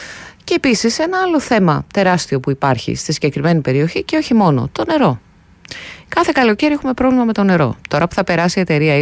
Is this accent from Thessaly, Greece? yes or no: no; Central Macedonia, Greece; με την πατρίδα μου, τη Χαλκιδική